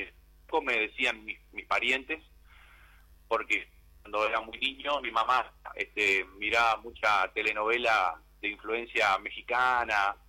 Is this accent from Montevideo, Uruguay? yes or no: no; Tacuarembó, Uruguay; moved away; me tiene como un vínculo con mi tierra natal, con Tacuarembó.